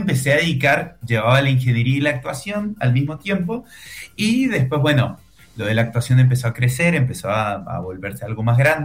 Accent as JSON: {"language": "Spanish", "region": "Mendoza", "country": "Argentina", "moved": "as an adult", "lives_now": "Santiago, Chile", "said": "yo soy de Mendoza, Argentina, que es una ciudad que está pegadita a Chile."}